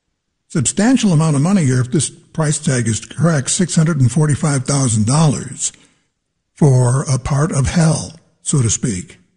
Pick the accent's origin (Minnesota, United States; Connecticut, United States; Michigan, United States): Michigan, United States; Ann Arbor; every time I got on I-94 from my hometown in Ann Arbor and went west, most likely to Chicago or Kalamazoo or Battle Creek even